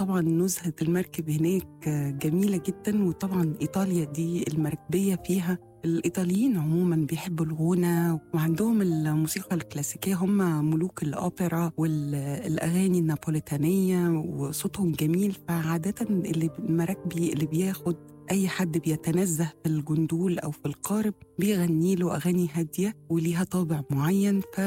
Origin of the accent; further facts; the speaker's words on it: Egypt; لاننا مصر بقى بنستمتع بنهر النيل والبحور مختلفة وبحيرات مختلفة، فاحنا كمصريين مرتبطين قوي بفكرة النزهة المائية.